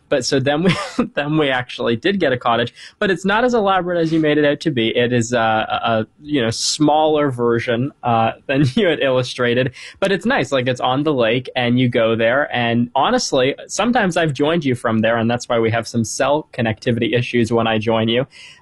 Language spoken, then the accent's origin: English; Toronto, Ontario, Canada; moved away; I'm from Canada.